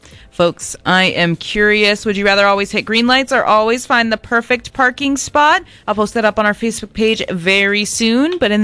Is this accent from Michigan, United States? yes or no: no; California, United States; born there; My mom makes a joke about how, like, I was born in California and you can tell by my tardiness.